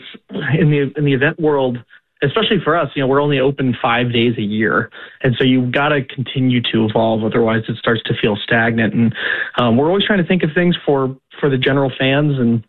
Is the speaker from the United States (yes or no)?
yes; Ohio, United States; now in Atlanta, United States; I'm from Central Ohio area originally.